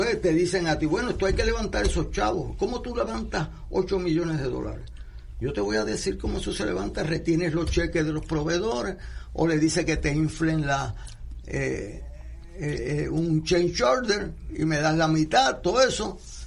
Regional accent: San Juan, Puerto Rico; él es más cuidadoso que yo, por eso es que es de Aguadilla y yo soy de Río Piedra.

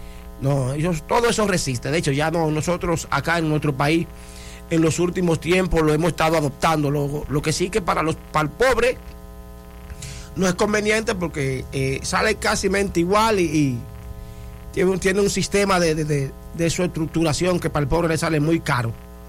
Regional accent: Dominican Republic; como dominicanos que somos

